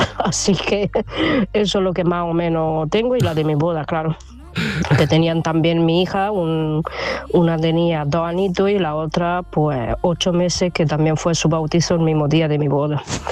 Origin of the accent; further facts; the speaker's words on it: Romania; yo tengo ya 41 años y soy de Rumanía, entonces ahí en esa época no había muchas cámaras de fotos, ni vamos, ni mucho menos.